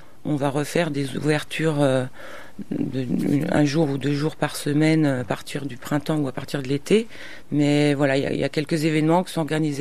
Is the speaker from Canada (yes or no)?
no; Saint-Étienne, Auvergne-Rhône-Alpes, France; also born or lived in London / Provence; Ouais, en fait, je suis originaire de Saint-Étienne, mais j'ai vécu à Londres et puis je me suis retrouvée en Provence pendant 20 ans